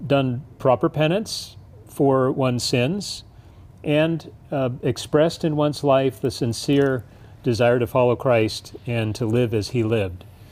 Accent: Washington, District of Columbia, United States; I was born in Washington, D.C., spent many years living in Washington, D.C., so I'm a D.C. native.

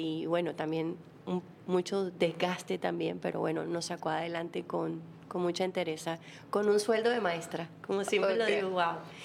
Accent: Barranquilla, Atlántico, Colombia; crecí en Barranquilla.

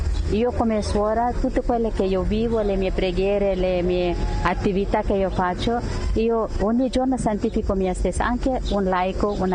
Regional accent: India; Italian is a second language; now in Italy; vengo dall'India, appartengo alla congregazione di figlie di San Camillo. E qua in Italia da 12 anni, 18 anni.

